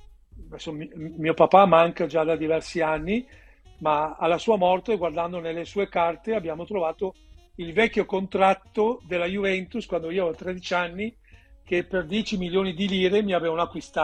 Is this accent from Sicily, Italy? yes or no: no; Veneto, Italy; io sono cresciuto a pane e terroni, diciamolo, da ragazzini nel nostro Veneto, nel nostro quartiere, nel nostro rione